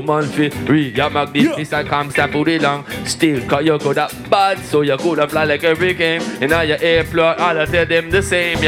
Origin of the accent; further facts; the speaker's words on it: California, United States